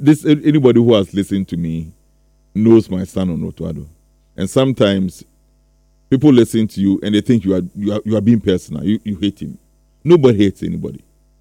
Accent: Ghana; I'm a Ghanaian. You get it. I'm a Ghanaian.

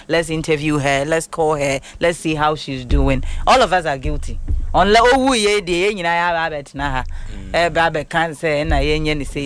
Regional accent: Ghana; When I think Nigeria, I am from Ghana.

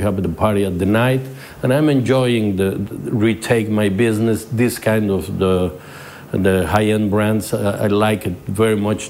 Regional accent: Santiago de Querétaro, Querétaro, Mexico; also born or lived in Veracruz; Querétaro, my hometown.

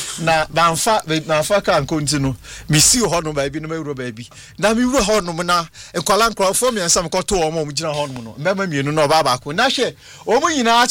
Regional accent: South Africa; as a South African

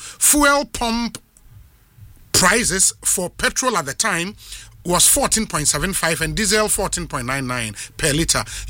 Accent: Ghana; This road passes through my hometown, Achem Asene.

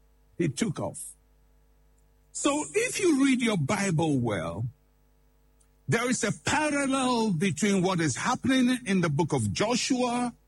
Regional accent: Ghana; first language Fante; English is a second language; So it's almost like us in Ghana when the British, fortunately or unfortunately, came our way and we all started speaking English. English is not my mother tongue. My mother tongue is Fanti. I'm a Fanti father, mother, pure. Pure Fanti, I'm telling you.

